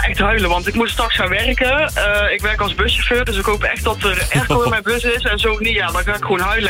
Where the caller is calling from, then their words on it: Veghel, North Brabant, Netherlands; ik woon in Brabant, in Veghel.